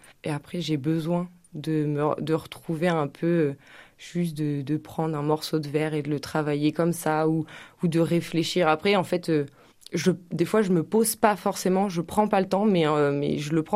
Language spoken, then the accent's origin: French; Normandy, France; Donc je suis rentrée ici parce que moi je suis originaire de Normandie, donc je suis rentrée par là